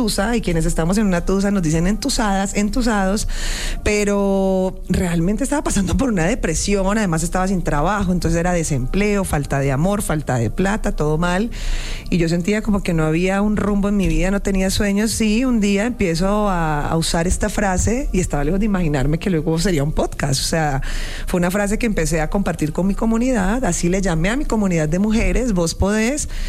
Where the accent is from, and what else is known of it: Cali, Valle del Cauca, Colombia; now in Bogotá, Colombia